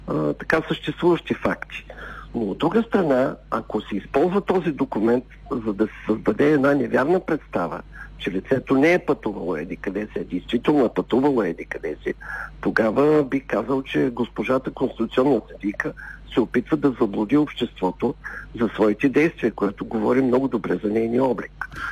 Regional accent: Plovdiv, Plovdiv Province, Bulgaria; в моята махала в Пловдив, аз съм израснал в центъра на Пловдив

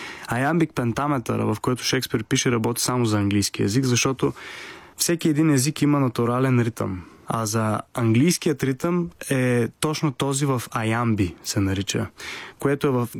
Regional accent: Targovishte, Targovishte Province, Bulgaria; Аз съм от Търговище, малко градче, растейки, всеки ти казва, нали, актьорка ще не храни

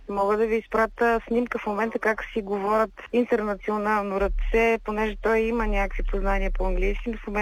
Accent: Plovdiv, Plovdiv Province, Bulgaria

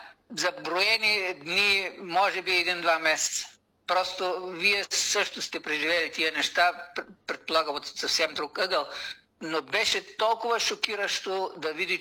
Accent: Northeastern Bulgaria, Bulgaria; Аз съм израснал в Североизточна България, където, както всички знаят, има така голямо турско население и аз съм израснал с турчета заедно.

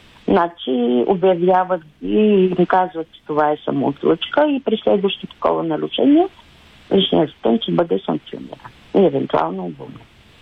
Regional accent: Gabrovo, Gabrovo Province, Bulgaria; Да, аз съм от Габрово.

